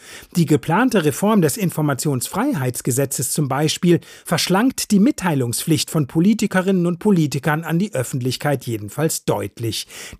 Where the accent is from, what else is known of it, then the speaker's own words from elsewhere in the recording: Plettenberg, North Rhine-Westphalia, Germany; wie in meiner Heimatstadt Plettenberg, ebenfalls im Sauerland